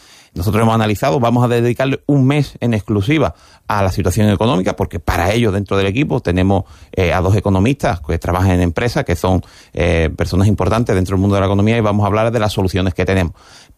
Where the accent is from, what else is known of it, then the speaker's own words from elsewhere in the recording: Algeciras, Andalusia, Spain; Nací en La Bajadilla, me he criado entre La Bajadilla y El Saladillo. Tengo mi familia aquí